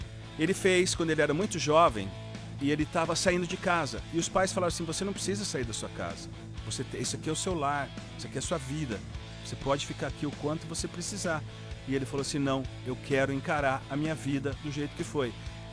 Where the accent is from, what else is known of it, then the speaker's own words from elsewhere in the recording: Brazil; é o meu país, eu amo, sou brasileiro acima de qualquer coisa.